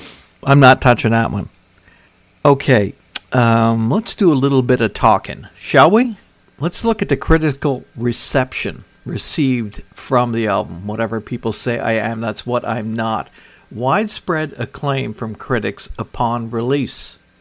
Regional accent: Welland, Ontario, Canada; I grew up in Welland. In Welland in the late 70s? I'm not ripping, man. It's just a fact. Was a bleak steel town.

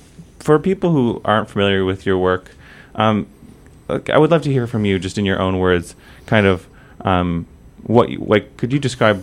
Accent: Hamilton, Ontario, Canada; as someone who has grown up here

